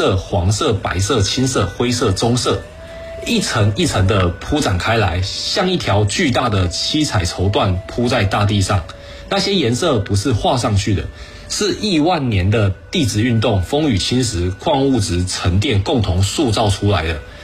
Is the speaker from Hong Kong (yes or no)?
no; Taiwan; 我从小在台湾岛上长大，看惯了山和海，